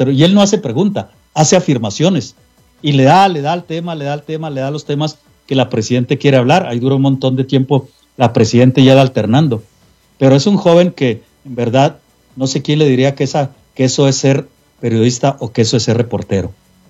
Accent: Mexico

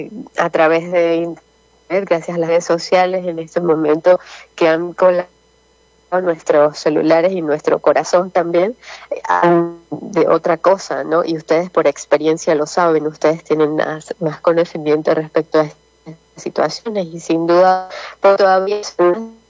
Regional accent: Venezuela; Pues lo que necesitamos en este momento es, como buenos venezolanos, resolver.

